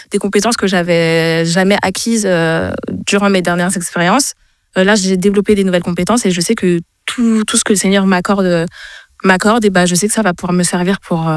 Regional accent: Île-de-France, France; Je viens de la région parisienne.

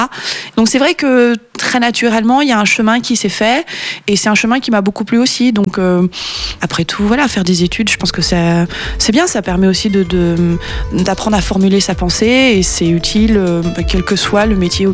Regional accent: France; born there; Milieu social, bon, je suis née en France, milieu lambda.

